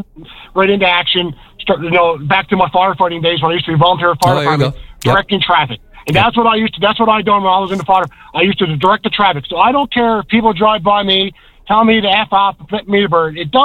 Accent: Newfoundland and Labrador, Canada; when they found out we're from Newfoundland, they kept saying how nice and how polite the people from Newfoundland and Labrador are.

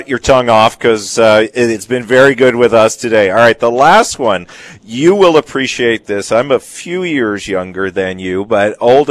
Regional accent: Newfoundland and Labrador, Canada; I say this as a Newfoundlander

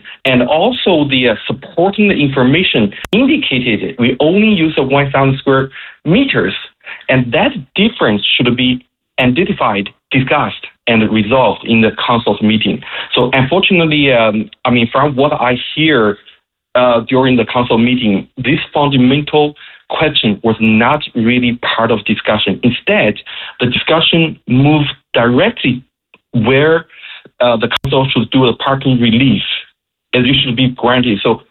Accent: China; now in Canada

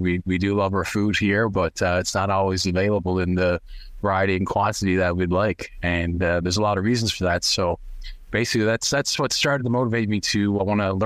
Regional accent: Kilbride, Newfoundland and Labrador, Canada; I grew up in Kilbride and the Ghouls, of course, which are historically very important farming areas.

